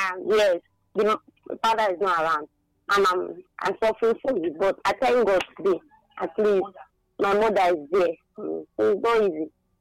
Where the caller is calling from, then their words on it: Enugu, Enugu State, Nigeria; I'm from Enugu, from Umudi.